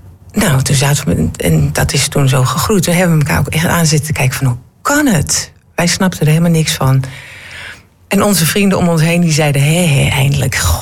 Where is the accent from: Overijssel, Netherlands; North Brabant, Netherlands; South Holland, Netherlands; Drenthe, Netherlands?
Overijssel, Netherlands; Almelo; moved away as an adult; also born or lived in Groningen; Toen ik in Groningen woonde, ging ik nog heel vaak naar huis, naar Almelo.